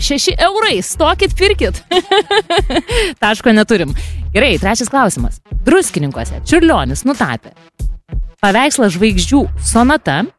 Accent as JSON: {"language": "Lithuanian", "town": "Pasvalys", "region": "Panevėžys County", "country": "Lithuania", "tie": "born there", "said": "bet gimiau Pasvalyje."}